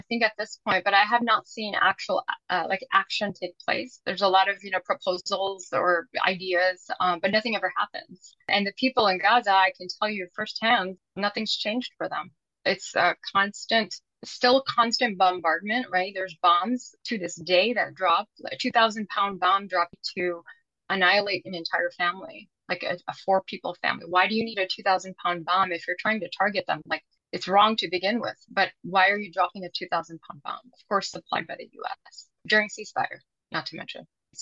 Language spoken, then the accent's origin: English; United States; I'm an American mother. I'm a doctor. I have three small children of my own.